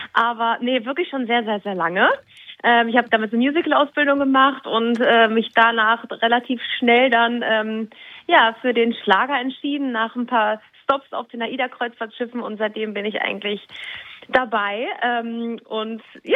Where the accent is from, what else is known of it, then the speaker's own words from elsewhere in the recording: Northern Germany, Germany; Gut, ich bin natürlich da aufgewachsen. Das ist meine Heimat. Meine Family sind da, meine Freunde sind da.